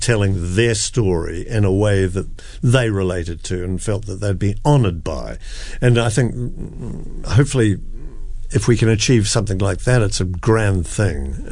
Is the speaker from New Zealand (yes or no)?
yes; New Zealand; as a New Zealander.